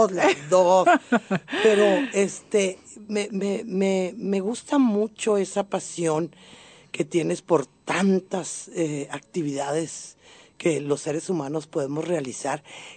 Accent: Monterrey, Nuevo León, Mexico; Como toda una oaxaqueña con una falda color celeste, como decimos en Monterrey, porque luego en otras partes del mundo, no, de México, no saben esos colores

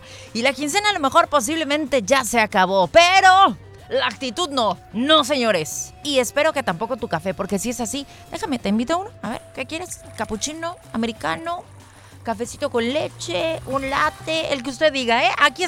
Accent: Mexico

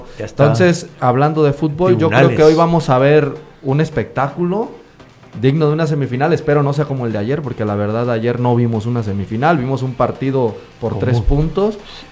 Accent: Mexico; nosotros como mexicanos

